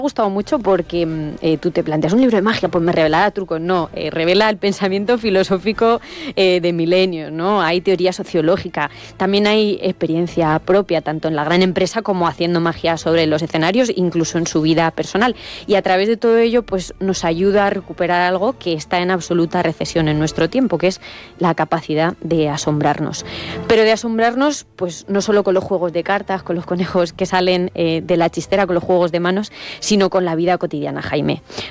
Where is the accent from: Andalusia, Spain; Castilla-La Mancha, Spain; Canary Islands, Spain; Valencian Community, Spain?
Castilla-La Mancha, Spain